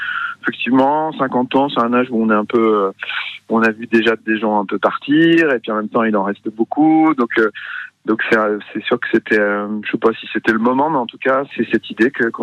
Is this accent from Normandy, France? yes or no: yes; Évreux, Normandy, France; born there